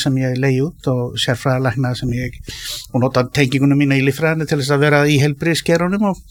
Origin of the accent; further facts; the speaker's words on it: Kópavogur, Capital Region, Iceland; Sko, ég er nú, sko, ég er Kópavogsbúi og hérna var í MK á sínu tíma